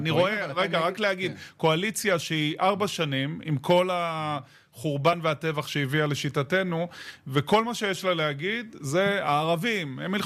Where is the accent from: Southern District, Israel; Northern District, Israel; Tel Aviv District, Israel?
Southern District, Israel; Ashkelon; also born or lived in Sderot; now in Nirim, Israel; נולדתי וגדלתי באשקלון, גרתי בסדרות, בוודאי. זה הבית.